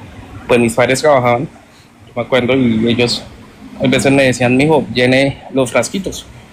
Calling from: Villavicencio, Meta, Colombia; estoy en Villavicencio

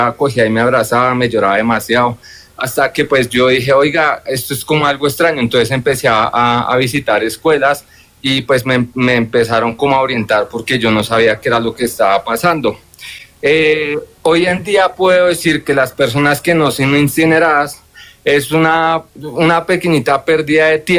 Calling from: Soacha, Cundinamarca, Colombia; Soacha, Cundinamarca.

